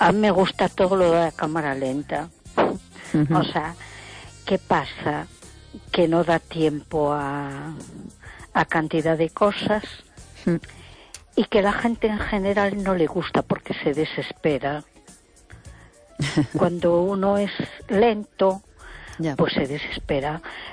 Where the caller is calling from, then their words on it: A Coruña, Galicia, Spain; de Coruña.